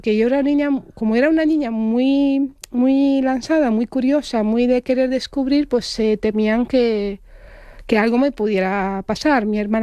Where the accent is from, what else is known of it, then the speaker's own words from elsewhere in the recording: Romania; born there; Spanish is a second language; porque yo nací en Rumanía, en el seno de una familia de clase obrera. En los últimos años de la Guerra Fría.